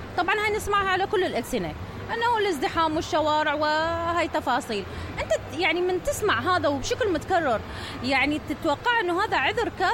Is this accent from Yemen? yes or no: no; Iraq; احنا من الاخير نرجع انه احنا عراقيين والحمد لله.